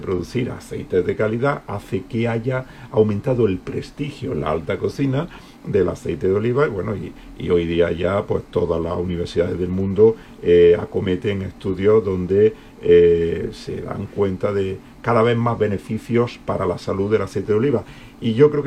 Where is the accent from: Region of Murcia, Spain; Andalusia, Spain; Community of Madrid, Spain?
Andalusia, Spain; Jaén; yo soy de Jaén